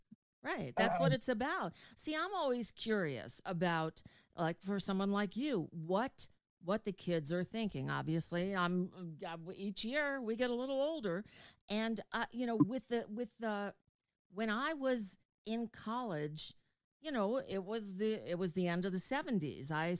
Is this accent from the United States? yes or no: yes; New York, United States; moved away; when I grew up in New York, we always went back to school like the Monday after Labor Day.